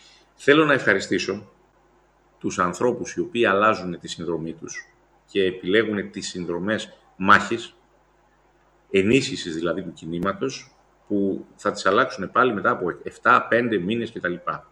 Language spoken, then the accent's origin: Greek; Epirus, Greece; moved away; Τα Γιάννενα είναι η πρωτεύουσα του νομού που είναι η πατρίδα μου.